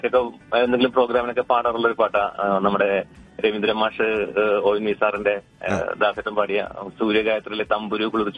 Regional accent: Kuthiyathode, Kerala, India; moved away; എന്റെ സ്വദേശം ചേർത്തലക്കടുത്ത് കുത്തിയോടാണ്.

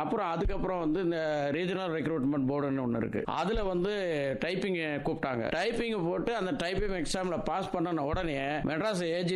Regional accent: Kizhavikulam, Tamil Nadu, India; also born or lived in Ooty; ஊட்டியில தான் பிறந்தேன். 7வதுல இருந்து 11 வரைக்கும், அதாவது 11th ஸ்டாண்டர்ட், அப்பெல்லாம் 11th ஸ்டாண்டர்ட் தான் இருக்கும். அப்ப அந்த 11th ஸ்டாண்டர்ட் வரைக்கும் நாங்க ராஜபாளையம் பக்கத்துல கிழவிகுளம்னு சொல்லி ஒரு ஊர், அந்த கிராமத்துல ஒரு ஏழை விவசாய பையனா அங்க படிச்சேன்.

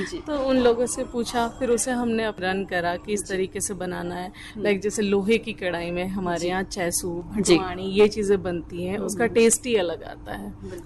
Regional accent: Uttarakhand, India; मैं खुद बेसिकली गढ़वाल से हूँ

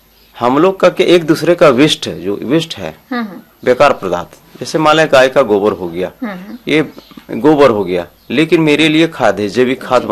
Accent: Hazaribagh district, Jharkhand, India; ग्राम अमनारी सदर ब्लॉक हजारीबाग जिला से निवासी हूँ।

